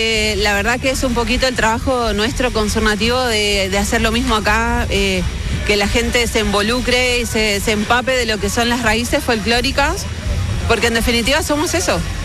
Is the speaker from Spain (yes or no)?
no; Argentina; now in Curicó, Chile; Yo soy de Argentina, llevo 19 años viviendo en Curicó.